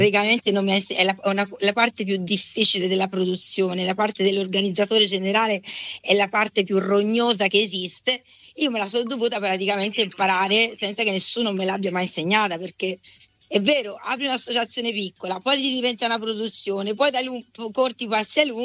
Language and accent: Italian; Prato, Tuscany, Italy; Poi sono toscana e mi sono poi finita